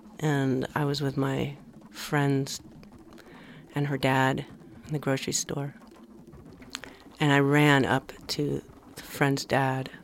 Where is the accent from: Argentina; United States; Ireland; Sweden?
Argentina; moved away; You know, I'm from Argentina.